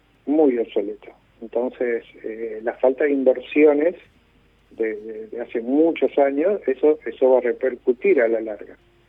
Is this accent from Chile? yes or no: no; Uruguay; moved away as an adult; now in Argentina; yo soy uruguayo y vivo acá hace 25 años.